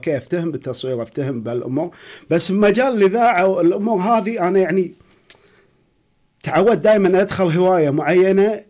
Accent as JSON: {"language": "Arabic", "country": "Kuwait"}